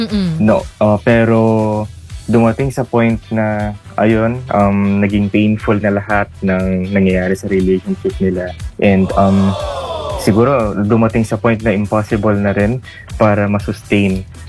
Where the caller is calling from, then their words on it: Manila, Metro Manila, Philippines; from Sampaloc, Manila.